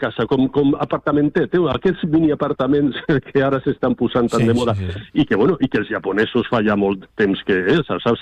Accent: Tarragona, Catalonia, Spain; born or raised there

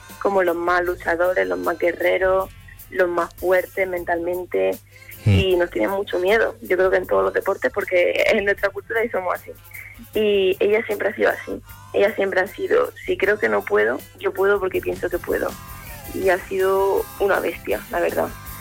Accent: Spain; nadie te va a regalar nada, y mucho menos siendo española, teniendo a todas las asiáticas por ahí

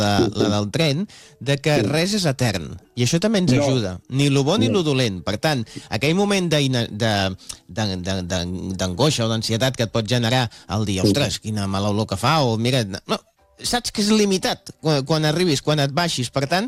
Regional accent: Barcelona, Catalonia, Spain; Home, jo que sóc de Sants, els trens passen constantment.

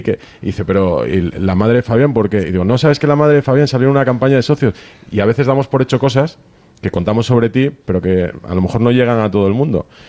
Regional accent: Asturias, Spain; Yo soy asturiano.

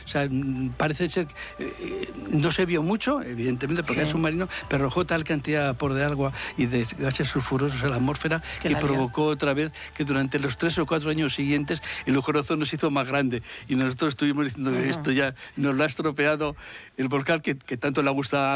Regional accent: Madrid, Community of Madrid, Spain; yo como soy de Madrid

